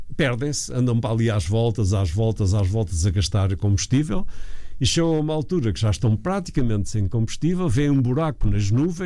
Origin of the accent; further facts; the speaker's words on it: Vila do Conde, Norte, Portugal; Eu sou do Norte, eu sou de Vila do Conde